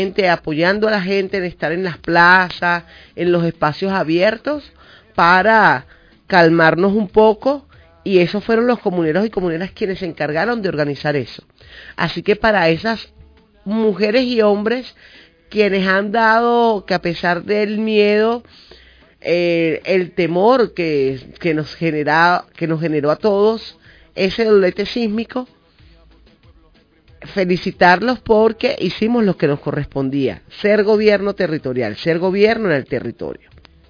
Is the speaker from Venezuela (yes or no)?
yes; Venezuela; para seguir diciendo quiénes somos las venezolanas y los venezolanos